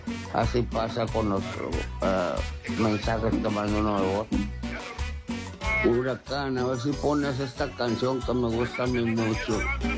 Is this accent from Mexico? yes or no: yes; Mexico; No, yo soy mexicano hasta la casa